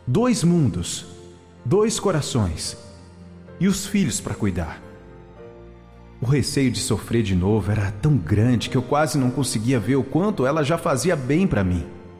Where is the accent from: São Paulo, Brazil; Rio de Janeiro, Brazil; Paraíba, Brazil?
Paraíba, Brazil; born there; Lá longe, na terra onde eu nasci, na Paraíba, vivia a Jéssica.